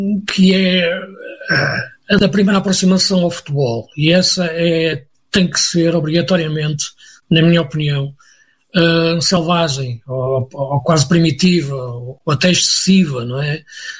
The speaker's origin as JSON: {"language": "Portuguese", "region": "Porto", "country": "Portugal", "tie": "born or raised there", "also_born_or_lived": "Braga", "said": "Eu sou aqui da região do Porto, não é?"}